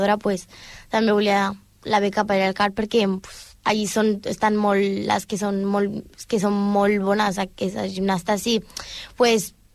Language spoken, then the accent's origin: Catalan; Bulgaria; Catalan is a second language; now in Spain; Bueno, és que jo sóc de Bulgària, pues en Bulgària ja som com absolut ja des de petites